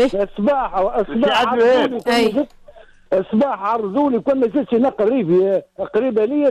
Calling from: Bou Salem, Jendouba Governorate, Tunisia

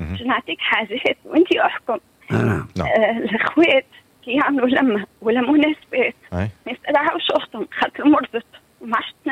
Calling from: Jemmal, Monastir Governorate, Tunisia

